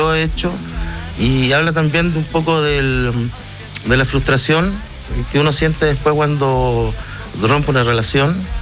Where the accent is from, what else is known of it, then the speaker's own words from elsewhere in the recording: Copiapó, Atacama, Chile; Yo, como te comentaba, soy de Copiapó.